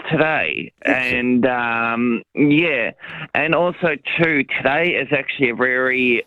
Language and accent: English; Bundamba, Queensland, Australia; You know, I was brought up in Bundamba, which is a little country town up in Queensland.